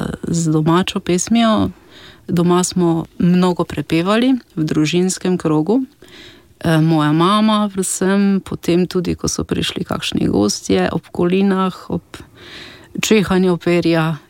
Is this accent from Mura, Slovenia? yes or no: yes; Razkrižje, Mura, Slovenia; now in Ljutomer, Slovenia; No, jaz sem pa bolj avtohtona ženska. Izhajam iz Razkrižja, sem pa poročena v Ljutomer.